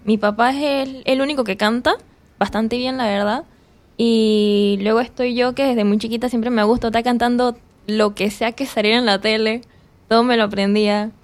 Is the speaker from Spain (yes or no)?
no; La Chorrera, Panamá Oeste, Panama; No, yo también soy del interior.